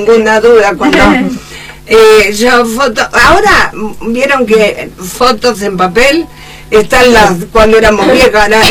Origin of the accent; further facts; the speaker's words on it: San Martín, Buenos Aires Province, Argentina; Yo nací en San Martín, Villa Maipú. Hay un rinconcito de Villa Maipú que me marca toda mi infancia, un proceso muy fuerte.